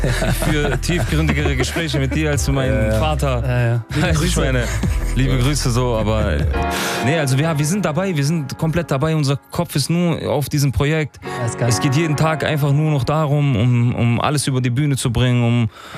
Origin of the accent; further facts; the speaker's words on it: Germany; Wir sind Kinder von Gastarbeitern, wir sind Kinder von Geflüchteten, die hier in Deutschland geboren sind, aufgewachsen sind. Ne? Wir kommen beide aus dem Kosovo, wir sind Albaner. Aber dennoch sind wir hier geboren, wir denken Deutsch, wir träumen Deutsch